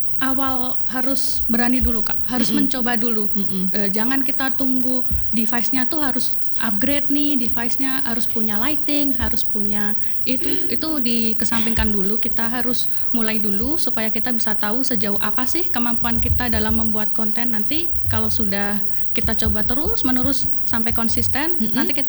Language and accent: Indonesian; Java, Indonesia; now in Mamuju, Indonesia; ditambah lagi saya kan pendatang perantau dari Jawa ke Mamuju, jadi setiap sore itu saya keliling kota untuk cobain jajanan-jajanan baru.